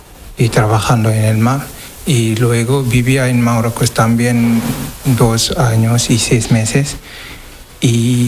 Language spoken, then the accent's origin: Spanish; Saint-Louis, Senegal; Spanish is a second language; moved away as an adult; now in Spain; Yo soy de Senegal.